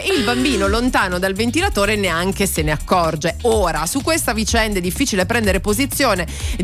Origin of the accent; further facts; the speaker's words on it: Greece; io che sono greca